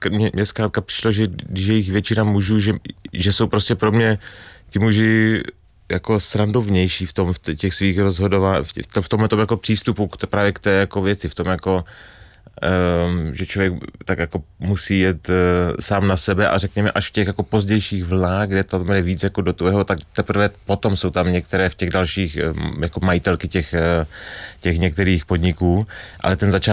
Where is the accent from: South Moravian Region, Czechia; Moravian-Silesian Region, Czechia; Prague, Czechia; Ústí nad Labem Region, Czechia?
South Moravian Region, Czechia; Strážnice; Lukáš Příkazský, tak ten je taky ze Strážnice, odkud pocházím